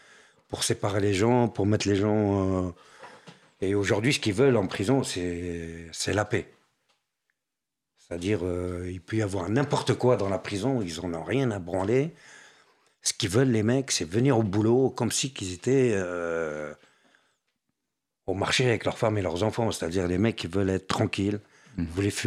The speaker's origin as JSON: {"language": "French", "country": "France", "said": "Je dis non, je suis français."}